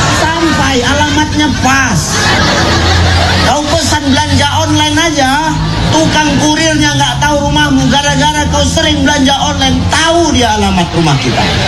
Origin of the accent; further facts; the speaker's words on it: Java, Indonesia; Aku pun orang Jawa. Mak ayahku orang Jawa.